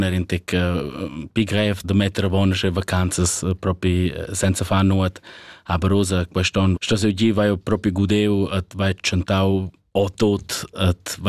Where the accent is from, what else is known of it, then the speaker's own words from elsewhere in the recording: Albania; Oh, nus, io vengo dall'Albania